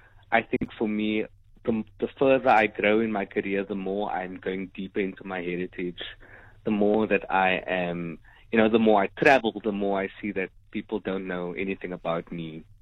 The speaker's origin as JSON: {"language": "English", "country": "South Africa", "said": "not only as a South African, but just as somebody living in this time."}